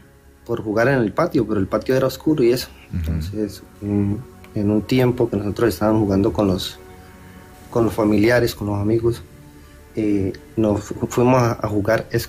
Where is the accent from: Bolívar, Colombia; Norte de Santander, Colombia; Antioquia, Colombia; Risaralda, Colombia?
Norte de Santander, Colombia; Cúcuta; born there